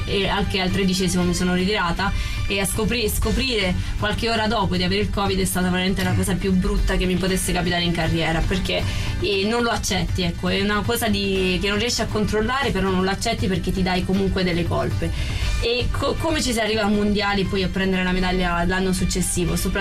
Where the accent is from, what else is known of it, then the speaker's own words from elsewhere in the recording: Mottola, Apulia, Italy; Mottola, provincia di Taranto.